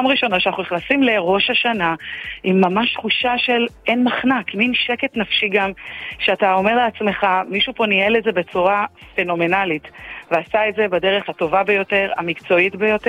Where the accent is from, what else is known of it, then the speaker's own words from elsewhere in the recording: Haifa District, Israel; אני מהקריות.